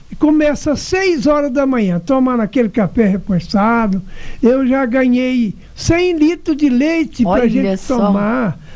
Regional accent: São Paulo, Brazil; now in Itapagipe, Brazil; eu sou paulista, eu moro aqui desde 1960

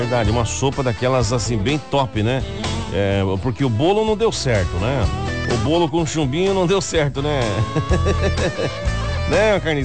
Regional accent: Nioaque, Mato Grosso do Sul, Brazil; born there; Já ouviu falar? Chamado Niuaq. Procura aí, viu? A cidade onde eu nasci, cara. Não vai falar, não vai zoar da minha cidade, Carniça. Pelo amor de Deus, né, cara? Aham. O mais bonitinho que nasceu lá fui eu, rapaz.

